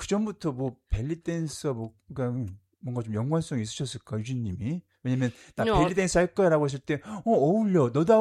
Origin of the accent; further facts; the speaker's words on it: Namwon, North Jeolla, South Korea; moved away as an adult; also born or lived in Gwangju; 저는 고향이 남원인데, 네. 직장 생활을 처음 한 데가 광주거든요. 아. 용봉동에 살았어요.